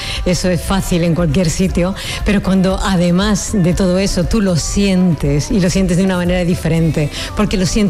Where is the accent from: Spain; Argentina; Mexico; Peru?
Spain; Huelva, Andalusia